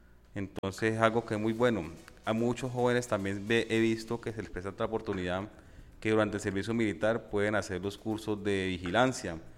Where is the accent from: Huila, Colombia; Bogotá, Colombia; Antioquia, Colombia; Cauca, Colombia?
Huila, Colombia; Neiva; ya que también pertenezco acá al Huila. Soy de Neiva Huila también